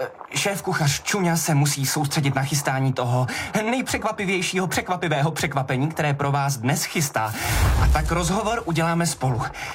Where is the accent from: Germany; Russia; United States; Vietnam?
Vietnam; Víte, jsem z Vietnamu. Moje maminka měla stánek na noční polévku hned ve vstupních dveřích našeho domu v Hojanu.